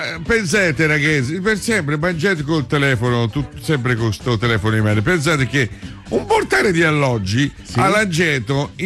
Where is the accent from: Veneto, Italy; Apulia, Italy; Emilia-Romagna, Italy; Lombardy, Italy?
Apulia, Italy; Un po' dalle mie parti